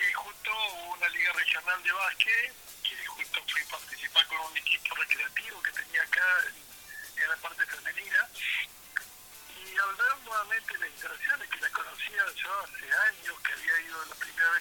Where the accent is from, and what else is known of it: Punta Alta, Buenos Aires Province, Argentina; moved away